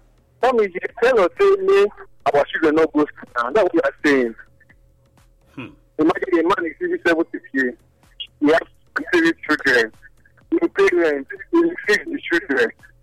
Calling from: Nigeria; we're calling from Adubawa.

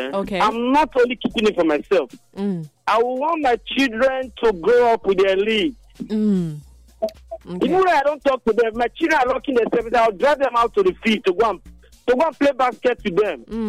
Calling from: Nigeria; I'm calling from Ekema Road.

